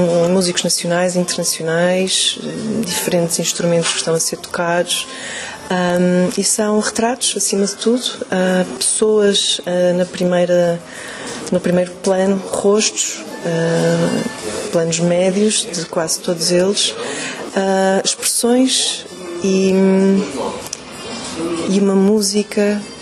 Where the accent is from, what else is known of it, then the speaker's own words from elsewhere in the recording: Porto, Portugal; do Funchal foi para o Porto, que é a minha cidade natal